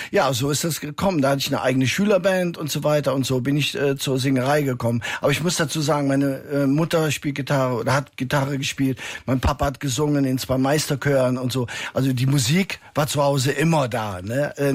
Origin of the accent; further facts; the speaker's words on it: Düren, North Rhine-Westphalia, Germany; accent: Rhineland; moved away; Ich bin geboren in Düren. Das ist in der Nähe von Köln, zwischen Köln und Aachen. Und deshalb, das hört man vielleicht noch am Slang so ein bisschen.